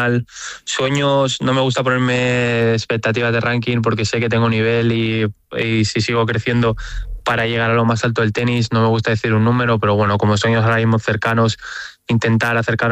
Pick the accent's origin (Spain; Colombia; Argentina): Spain